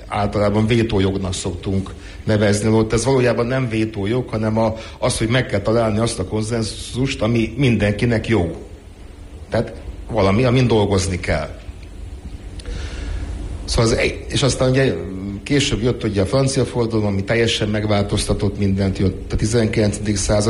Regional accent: Kecskemét, Bács-Kiskun, Hungary; hát például az én szülővárosomban, Kecskeméten a városi tanács választotta a plébánost

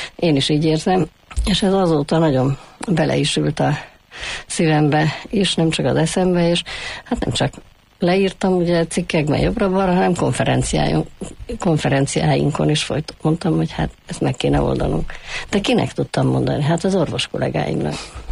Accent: Budapest, Hungary; A Gellért-hegyen laktunk kiskoromban, úgyhogy ott kezdtem a Köbölk utcai általános iskolában. Aztán Pestre költöztünk, és a Szemere utcai általános iskolában folytattam.

